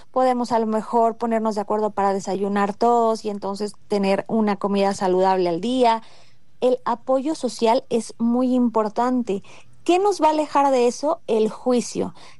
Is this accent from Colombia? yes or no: no; Mexico; Nosotros como mexicanos tenemos también esta cultura muy del alimento.